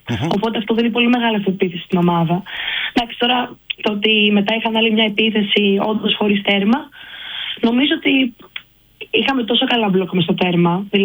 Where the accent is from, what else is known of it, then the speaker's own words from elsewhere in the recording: Australia; Λέμε, μου λέει στα αγγλικά επειδή είμαι Αυστραλέζα, today is the day.